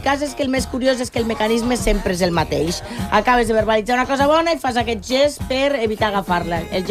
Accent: Lleida, Catalonia, Spain

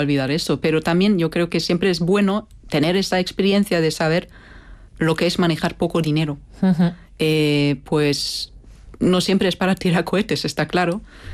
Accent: Germany; moved away; also born or lived in Madrid / London; soy alemana en una zona donde mayormente se ha votado por el Brexit.

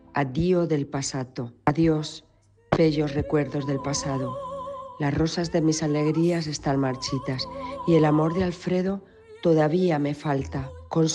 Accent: Santiuste, Castile and León, Spain; also born or lived in Madrid; de Madrid, pero como en Madrid hay muchas …, a partir de ahora voy a decir que … de Santiuste, que es mi pueblo.

